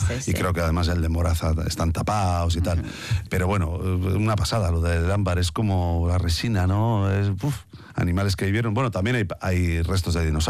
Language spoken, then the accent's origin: Spanish; Muskiz, Basque Country, Spain; born there; vives en un pueblo tan contaminado y tan destrozado como es el que yo vivo, Musquis, que nací cuando no estaba Petronor todavía